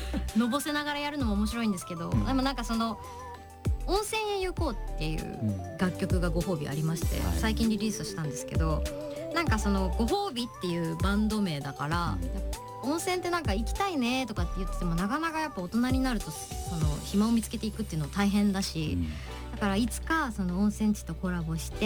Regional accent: Fukuyama, Hiroshima, Japan; born there; moved away; 福山、福山、広島県福山市、

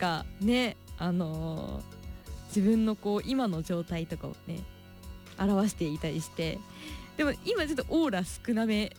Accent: Mito, Ibaraki, Japan; このふるさとの水戸

